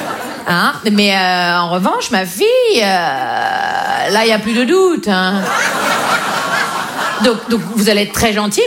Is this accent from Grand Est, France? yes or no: yes; Liffol-le-Grand, Grand Est, France; C'est dans l'Est, en Lorraine. Et moi, je viens de Liffol-le-Grand, vous voyez. C'est à côté de Liffol-le-Petit, vous voyez.